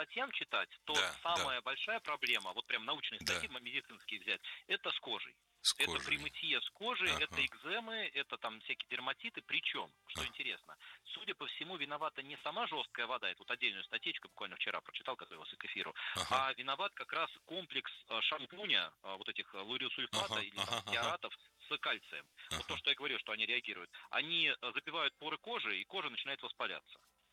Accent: Saint Petersburg, Russia; born there; Я родился в Питере

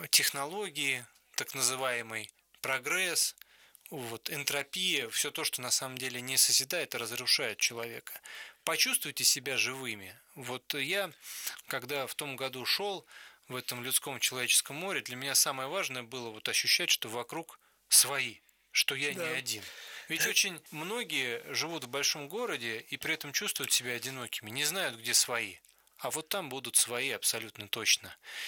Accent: Moscow, Russia; Мы с Романом коренные москвичи оба

